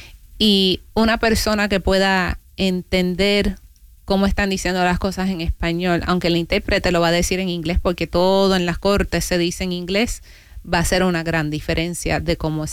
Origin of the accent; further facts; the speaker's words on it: Puerto Rico; now in Florida, United States; Soy la primera puertorriqueña, hispanohablante, conocedora de la cultura latina que se está postulando para una posición de juez en el condado de Pinellas y Pasco County.